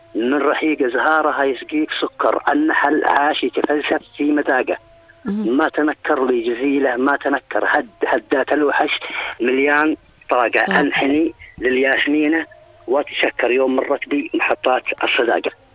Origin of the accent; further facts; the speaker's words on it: Jordan; أنا أردني